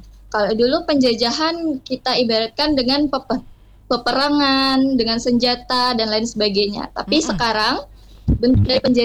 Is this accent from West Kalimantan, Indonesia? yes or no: yes; Sanggau, West Kalimantan, Indonesia; now in Pontianak, Indonesia; kebetulan saya juga mahasiswa yang bukan dari daerah saya sendiri, karena saya aslinya dari Kabupaten Sanggau.